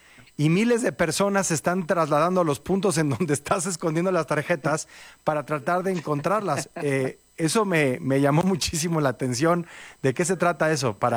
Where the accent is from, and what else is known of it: Mexico